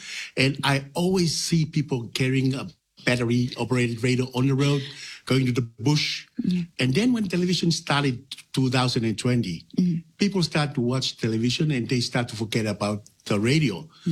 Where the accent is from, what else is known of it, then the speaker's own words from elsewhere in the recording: Tonga; I grew up in Tonga, and all my life I've been living in Tonga. I never ever liked to migrate.